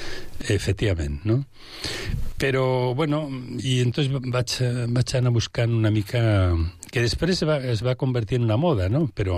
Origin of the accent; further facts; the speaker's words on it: Santoña, Cantabria, Spain; born there; al poble del naixement, Santonya, que vaig estar, vam fer ja una activitat, no? Pujant al Monte Buciero